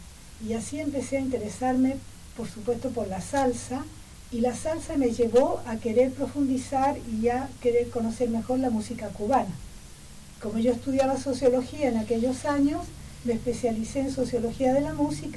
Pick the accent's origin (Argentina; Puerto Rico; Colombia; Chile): Chile; moved away as an adult; now in France